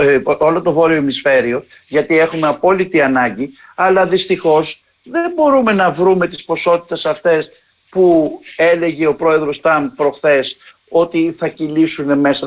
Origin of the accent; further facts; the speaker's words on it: Greece; το οποίο για μας είναι πολύ σημαντικό σαν Έλληνες που έχουμε το στόλο, που έχουμε τα ελληνόκτα πλοία